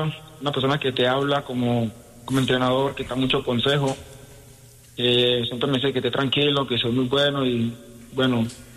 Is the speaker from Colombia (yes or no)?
yes; Riosucio, Chocó, Colombia; born there; Yo nací en el Chocó, Río Sucio Chocó, nací yo.